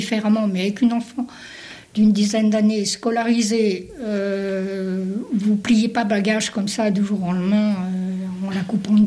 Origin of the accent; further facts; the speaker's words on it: Switzerland; moved away as an adult; now in France; je suis Suisse